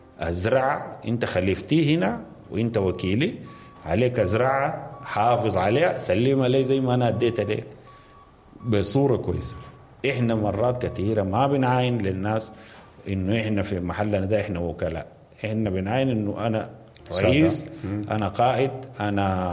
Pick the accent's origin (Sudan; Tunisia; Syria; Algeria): Sudan; انا كسوداني